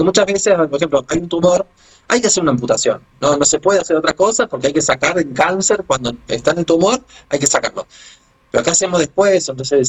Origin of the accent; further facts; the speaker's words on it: Villa Carlos Paz, Córdoba, Argentina; De acá de Carlos Paz.